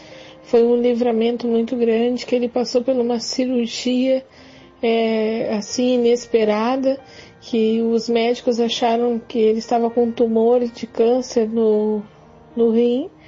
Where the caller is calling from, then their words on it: Porto Alegre, Rio Grande do Sul, Brazil; eu sou da cidade de Porto Alegre, Rio Grande do Sul.